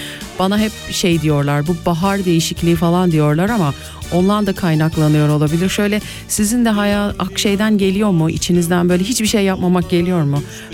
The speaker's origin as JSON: {"language": "Turkish", "region": "Kayseri", "country": "Turkey", "tie": "born or raised there", "said": "Ben Kayseri'de doğdum, büyüdüm."}